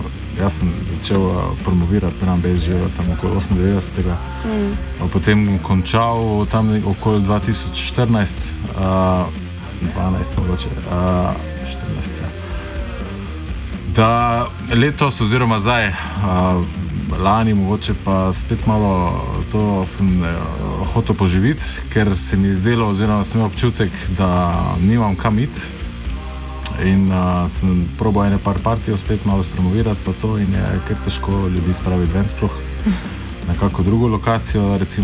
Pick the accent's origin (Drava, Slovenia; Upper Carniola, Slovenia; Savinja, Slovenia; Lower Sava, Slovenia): Drava, Slovenia; Maribor; ko smo iz Maribora